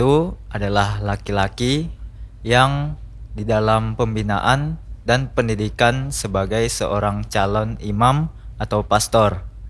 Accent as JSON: {"language": "Indonesian", "town": "Kendari", "region": "Southeast Sulawesi", "country": "Indonesia", "tie": "born there", "moved": "yes", "lives_now": "Banjarmasin, Indonesia", "said": "Saya berasal jauh dan beda pulau dari tempat ini. Tempatnya yaitu Sadoha, Kendari, Sulawesi Tenggara. Jadi nama paroki saya adalah Paroki Santo Franciscus Saverius Kendari. Dan di tempat situ juga orang tua saya tinggal"}